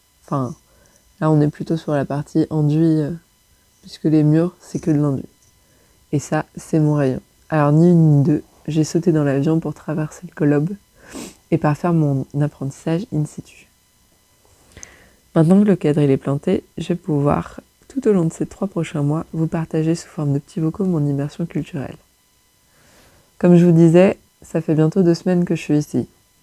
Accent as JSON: {"language": "French", "region": "Brittany", "country": "France", "tie": "born or raised there", "moved": "yes", "lives_now": "Ambert, France", "said": "Je suis originaire de Bretagne, en attestent les plaquettes de beurre demi-sel présentes dans le frigo en nombre, vous pouvez demander confirmation à mes colocs. Et j'habite à Amber depuis le printemps 2019"}